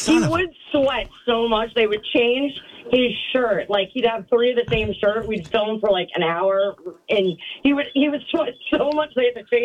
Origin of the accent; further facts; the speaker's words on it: Boston, Massachusetts, United States; I'm young and from Boston and a brunette.